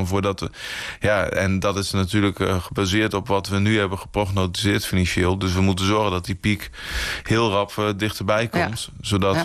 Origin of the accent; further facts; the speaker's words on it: IJsselmuiden, Overijssel, Netherlands; Ja, kijk, ik kom uit IJsselmuiden-Kampen. Dus ik ben ook nog steeds kerkelijk actief. Wel echt in een christelijke gemeenschap opgegroeid.